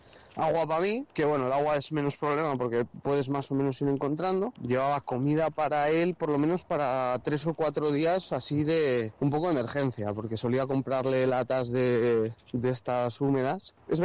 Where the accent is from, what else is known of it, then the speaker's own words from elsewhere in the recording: Burgos, Castile and León, Spain; porque yo soy de Burgos y cuando llegué a Burgos paré casi 2 semanas con él